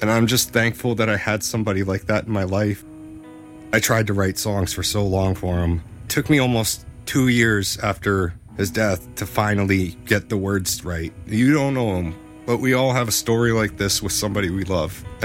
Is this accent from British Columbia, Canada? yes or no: yes; Burnaby, British Columbia, Canada; also born or lived in Surrey; I grew up in Burnaby, BC, outside of New Westminster. It's near Vancouver. It's all the same area. Then I moved to Surrey.